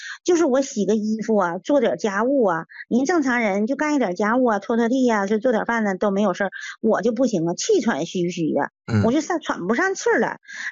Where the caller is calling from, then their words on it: Anshan, Liaoning, China; 我吧，我是鞍山的朋友。